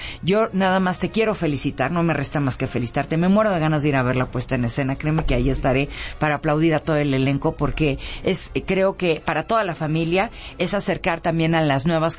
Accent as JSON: {"language": "Spanish", "country": "Mexico"}